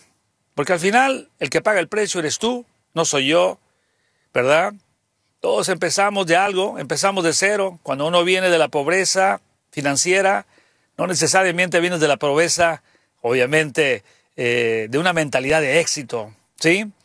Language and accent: Spanish; Mexico